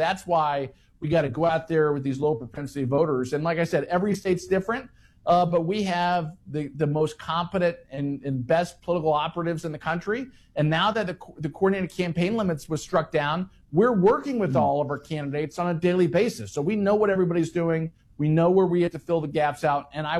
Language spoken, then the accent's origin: English; Florida, United States; I'm from Florida